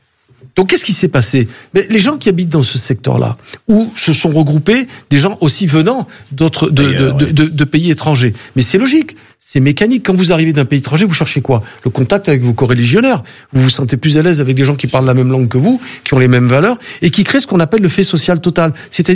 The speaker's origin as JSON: {"language": "French", "town": "Marseille", "region": "Provence-Alpes-Côte d'Azur", "country": "France", "tie": "born or raised there", "said": "j'ai grandi à Marseille."}